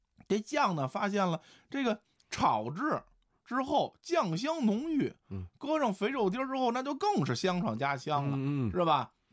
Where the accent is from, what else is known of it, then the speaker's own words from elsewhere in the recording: Beijing, China; 我们原来啊，咱们北京人呢热情好客，又比较实在。